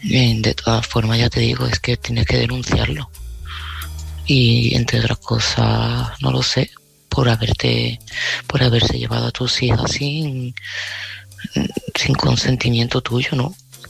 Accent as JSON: {"language": "Spanish", "town": "Seville", "region": "Andalusia", "country": "Spain", "said": "de Sevilla y este mensaje va para Ana."}